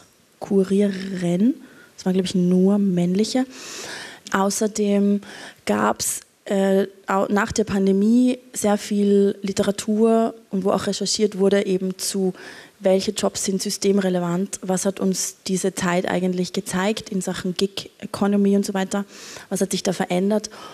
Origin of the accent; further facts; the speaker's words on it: Austria; sie ist norddeutsch, ich bin aus Österreich.